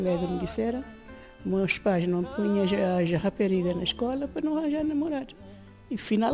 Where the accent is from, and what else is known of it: Cape Verde; moved away as an adult; now in Portugal